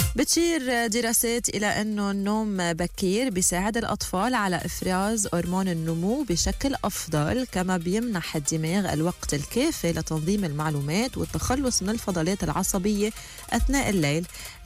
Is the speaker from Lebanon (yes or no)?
yes; Lebanon; بعتقد نحن كلبنانيين بحاجة لإجازة 6 شهور مرتين بالسنة